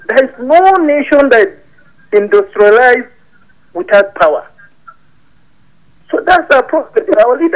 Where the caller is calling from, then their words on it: Nigeria; calling from Buku.